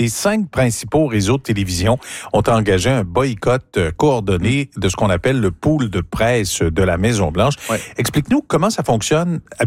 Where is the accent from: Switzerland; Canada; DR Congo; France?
Canada; Quebec; Revenons chez nous, au Québec.